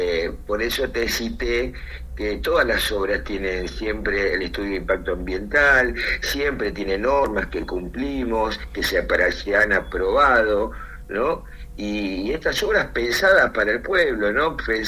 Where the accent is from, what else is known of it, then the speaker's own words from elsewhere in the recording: Ensenada, Buenos Aires Province, Argentina; los que vivimos muchos años en Ensenada y los que nacimos en Ensenada